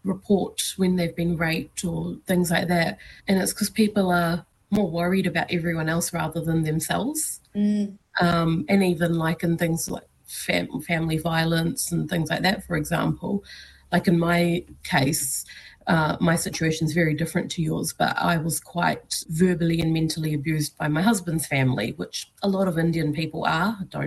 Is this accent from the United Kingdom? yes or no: no; New Zealand; moved away as an adult; also born or lived in Melbourne, Australia; I'm from New Zealand, but I lived in Melbourne for 5 years.